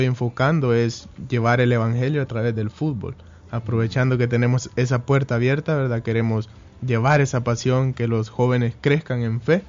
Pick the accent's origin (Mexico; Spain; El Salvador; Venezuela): El Salvador; yo soy un joven, no tan joven como tú, ¿verdad? Pero soy salvadoreño